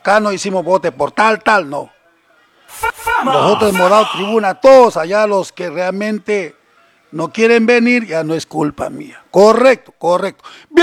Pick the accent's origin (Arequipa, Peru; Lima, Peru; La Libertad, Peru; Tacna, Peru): Tacna, Peru; Mirave; mi pueblo de Mirabe